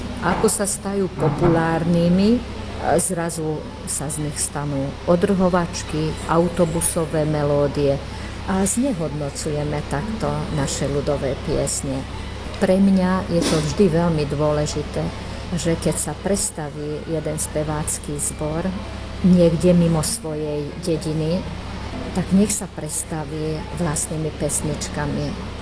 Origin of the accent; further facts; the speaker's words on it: Pilis, Hungary; ja pochádzam z druhej strany vrchu, kde máme trošku iné nárečie ako v Kestúci